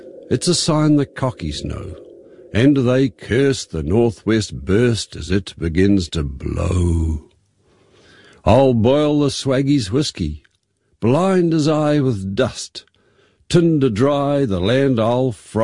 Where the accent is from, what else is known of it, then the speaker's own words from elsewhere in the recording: Roxburgh, Otago, New Zealand; now in Christchurch, New Zealand; In other words, when I was brought up in Roxburgh, I had the old man range. That was my environmental area.